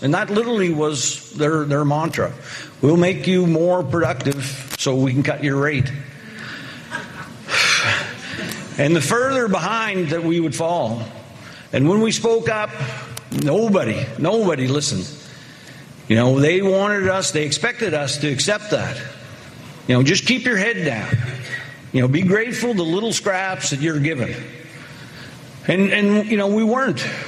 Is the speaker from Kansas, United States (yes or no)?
no; Allagash, Maine, United States; I grew up in Allegash in a family of loggers, and I went to work in the woods after high school